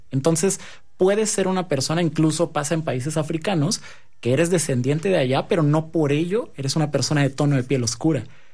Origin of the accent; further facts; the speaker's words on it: Mexico; born there; soy mexicano. ¿Y por qué? Les explicas, no, pues yo nací acá, soy de acá, mi familia es de acá